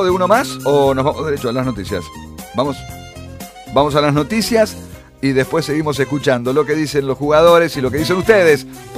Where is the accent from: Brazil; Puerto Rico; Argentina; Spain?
Argentina; somos argentinos